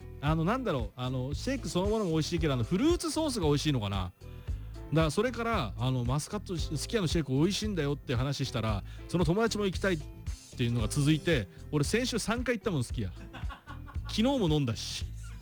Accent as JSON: {"language": "Japanese", "town": "Shimotsuma", "region": "Ibaraki", "country": "Japan", "tie": "born or raised there", "said": "僕は生まれも育ちも下妻市です。下妻のふるさとグルメと"}